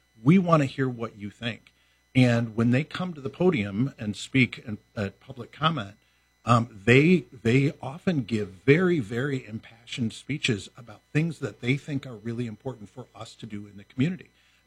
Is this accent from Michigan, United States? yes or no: yes; Mount Pleasant, Michigan, United States; I didn't grow up in Holland, as I think the listeners know. I grew up in Mount Pleasant.